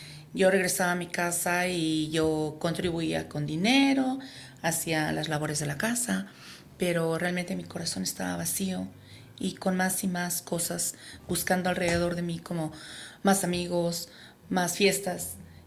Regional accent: Mexico; Bueno, yo soy mexicana.

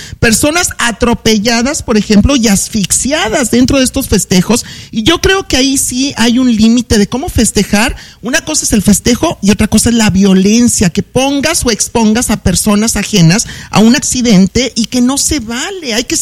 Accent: Aguascalientes, Mexico; incluso en mi ciudad, en Aguascalientes, en México

